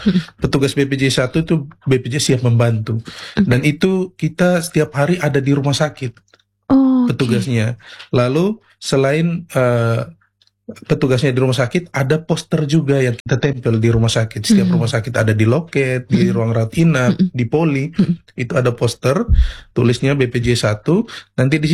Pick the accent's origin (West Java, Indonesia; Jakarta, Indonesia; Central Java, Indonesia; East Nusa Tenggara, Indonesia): East Nusa Tenggara, Indonesia; Bajawa; Kalau saya asli NTT, Flores dari Bajawa.